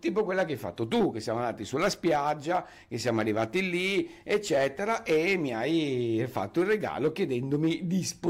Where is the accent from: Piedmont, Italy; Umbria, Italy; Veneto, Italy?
Veneto, Italy; Venice